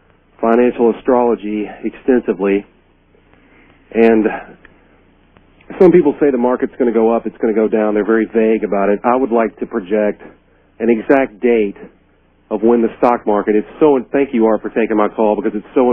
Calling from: Tennessee, United States; in Tennessee.

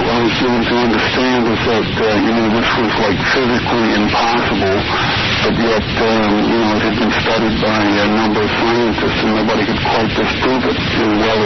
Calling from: Las Vegas, Nevada, United States; From Las Vegas.

